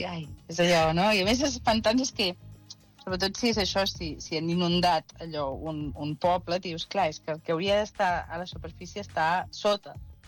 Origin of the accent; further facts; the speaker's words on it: Sabadell, Catalonia, Spain; now in Andorra; jo soc de Sabadell, però tinc arrels a Terres de l'Ebre